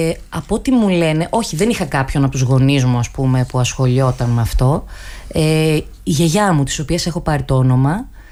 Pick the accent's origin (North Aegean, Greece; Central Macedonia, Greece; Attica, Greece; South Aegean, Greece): Central Macedonia, Greece; Naousa; moved away as an adult; now in Patras, Greece; Είμαι από Μακεδονία, είμαι από την Νάουσα.